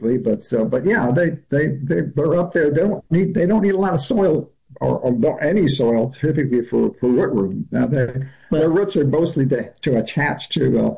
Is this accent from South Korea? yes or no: no; Midwest, United States; born or raised there; also born or lived in Latin America